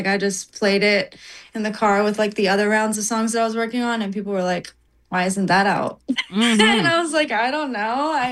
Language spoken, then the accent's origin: English; Pittsburgh, Pennsylvania, United States; moved away; also born or lived in Atlanta; I'm from Pittsburgh, now you know. That's kind of how people found out I was from Pittsburgh, because my music really caught on when I was in Atlanta.